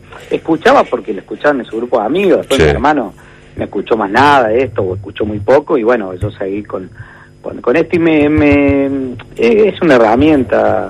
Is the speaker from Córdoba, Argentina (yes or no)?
yes; Córdoba, Argentina; moved away as an adult; now in near Paysandú (Entre Ríos), Argentina; yo en esa época viví en Córdoba, obviamente se nota que soy cordobés, viví en Córdoba